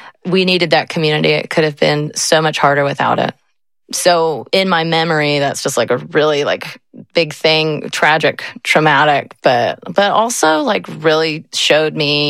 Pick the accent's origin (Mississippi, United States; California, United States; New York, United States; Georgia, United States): Georgia, United States; born there; moved away as an adult; also born or lived in Pleasant Grove, Utah; now in Decatur, Illinois, United States; And we lived there until I was 9. And then my family moved to Atlanta, just outside of Atlanta. We have a huge family. I'm number 4 of 11.